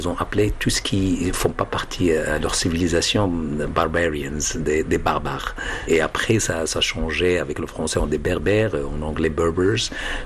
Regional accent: Imintanout, Marrakesh-Safi, Morocco; J'ai grandi à Imintanout, mais je suis né dans un petit village, 10 maisons, un truc comme ça

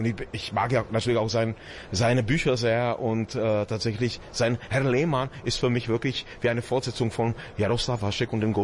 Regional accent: Bohemia, Czechia; Ich komme ja eben aus Böhmen, ne? Ganz konkret aus Ostböhmen.

